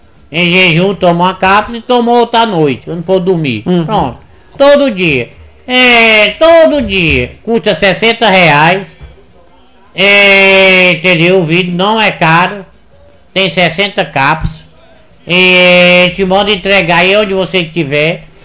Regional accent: São Gonçalo do Piauí, Piauí, Brazil; Eu sou de São Gonçalo, do Piauí

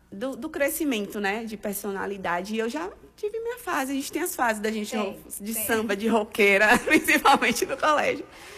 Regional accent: Northeast Region, Brazil; eu sou do Nordeste, eu sou do forró.

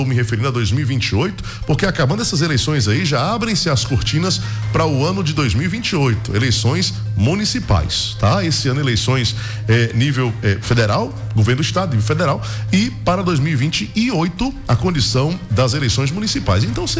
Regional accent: Brazil; no bairro Brasília. É a única oportunidade, assim, de verdade, que eu revejo amigos do bairro onde nasci e me criei

